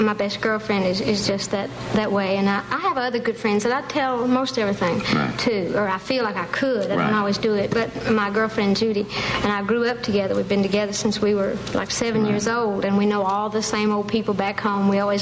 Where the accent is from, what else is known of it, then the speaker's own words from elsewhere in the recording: Sevierville, Tennessee, United States; My hometown.